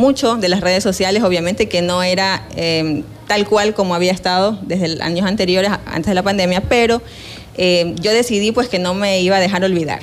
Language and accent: Spanish; Quevedo, Los Ríos, Ecuador; also born or lived in Babahoyo; Yo soy quevedeña, nacida.